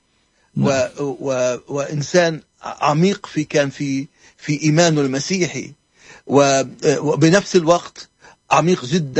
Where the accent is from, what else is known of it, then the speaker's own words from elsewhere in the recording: Jerusalem, Palestine; عندنا في القدس